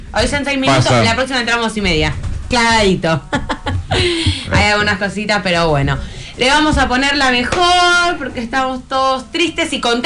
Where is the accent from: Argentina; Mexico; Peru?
Argentina; Nos tocó sufrir como siempre todos los argentinos. Si no sufrimos, no somos argentinos